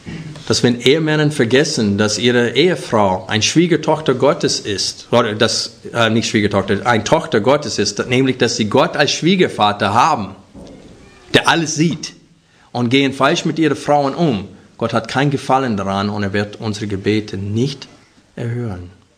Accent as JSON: {"language": "German", "region": "Arkansas", "country": "United States", "tie": "born or raised there", "also_born_or_lived": "Chicago", "moved": "as an adult", "said": "Ich bin in Arkansas aufgewachsen, auf dem Land."}